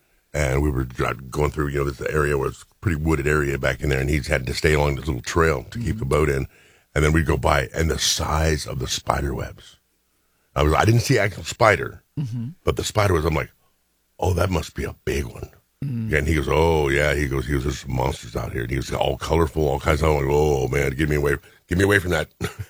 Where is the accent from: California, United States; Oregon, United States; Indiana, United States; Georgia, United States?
Indiana, United States; I'm a kid from Indiana.